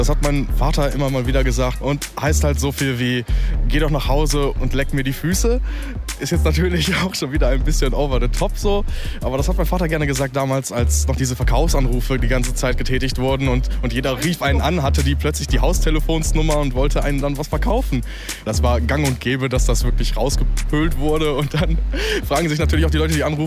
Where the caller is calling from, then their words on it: Lippstadt, North Rhine-Westphalia, Germany; Ich komme aus Lippstadt. Ich habe Wurzeln in Rumänien